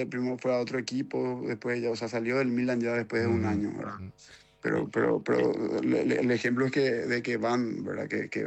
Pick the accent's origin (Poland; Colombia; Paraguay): Paraguay